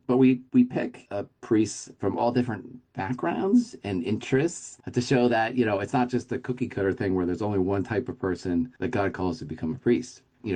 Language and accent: English; Philadelphia, Pennsylvania, United States; When we first started the ministry, it came from a point of saying, I'm from Philadelphia.